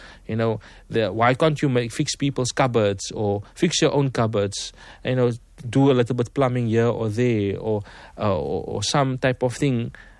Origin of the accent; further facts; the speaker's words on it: Cape Town, Western Cape, South Africa; I grew up in Lavendale.